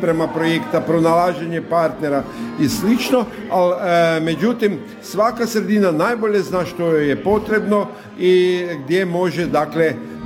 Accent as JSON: {"language": "Croatian", "region": "Međimurje County", "country": "Croatia", "said": "ja sam iz Međimurja"}